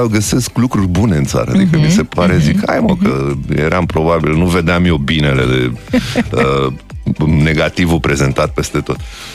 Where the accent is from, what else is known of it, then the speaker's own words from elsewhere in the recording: Romania; noi suntem români